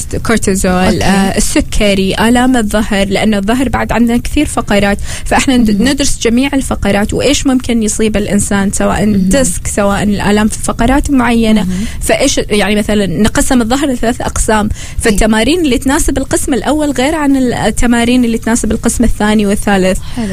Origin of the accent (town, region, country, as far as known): Oman